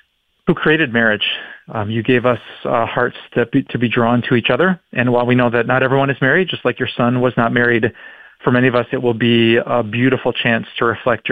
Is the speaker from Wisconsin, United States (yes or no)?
yes; Green Bay, Wisconsin, United States; I'm a Wisconsin boy. So I was raised in Green Bay, Wisconsin. I'm a pastor now just south of Green Bay, where I've been for the past 12 years.